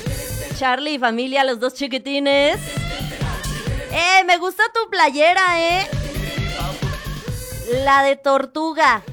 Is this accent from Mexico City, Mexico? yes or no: no; San Luis Potosí, Mexico; ¡Qué buenos seres humanos somos los potosinos!